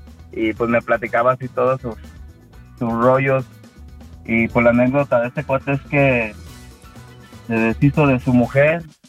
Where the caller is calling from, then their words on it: León, Guanajuato, Mexico; De León, Guanajuato.